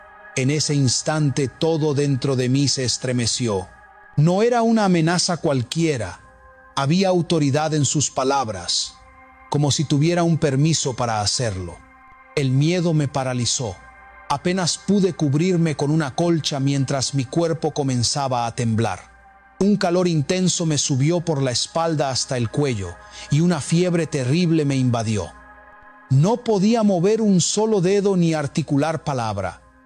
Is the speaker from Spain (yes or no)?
no; Dominican Republic; soy de República Dominicana